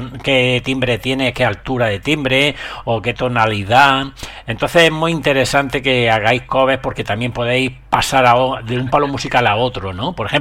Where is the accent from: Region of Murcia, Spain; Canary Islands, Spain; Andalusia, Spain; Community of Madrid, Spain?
Andalusia, Spain; Órgiva; now in Alicante, Spain; Pues yo soy natural de Órgiva.